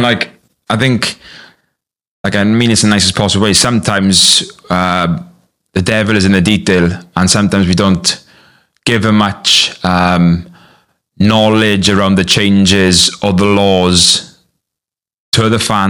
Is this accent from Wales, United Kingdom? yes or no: yes; Wales, United Kingdom; As Welsh officials